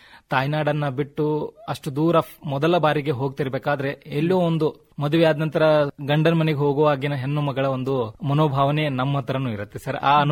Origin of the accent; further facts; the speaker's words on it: Karnataka, India; moved away as an adult; now in Tenga, India; ನಮ್ಮ ಉತ್ತರ ಕರ್ನಾಟಕದ ಭಾಗದಲ್ಲಿ ನಮ್ಮ ವಿಜಯಪುರ, ವಾಪಸ್ ಈಗ ನಮ್ಮ ಬಾಗಲಕೋಟೆ, ಗುಲ್ಬರ್ಗಾ, ಬೀದರ್